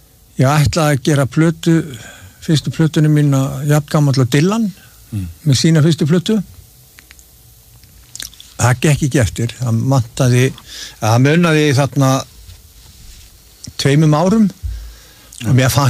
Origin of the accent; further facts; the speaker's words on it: Reykjavík, Capital Region, Iceland; og hérna hann sagði hvaðan ertu og ég sagði ég Reykjavík